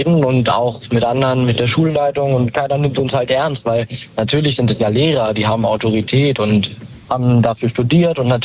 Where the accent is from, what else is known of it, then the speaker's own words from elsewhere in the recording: Lower Saxony, Germany; Wir kommen aus der Nähe von Hannover.